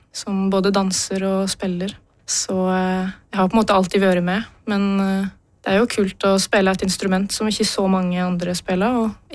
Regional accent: Øystre Slidre, Innlandet, Norway; min lokale kulturskole, hjemme i Øystre Slire i Valdres.

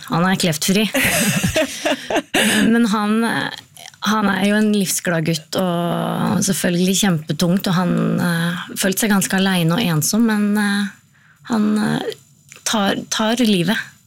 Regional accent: Larvik, Vestfold, Norway; Jeg har på Fram Larvik, det er hjembyen min.

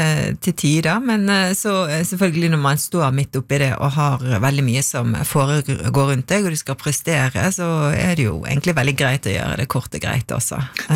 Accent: Bergen, Vestland, Norway; Vi i Sandviken.

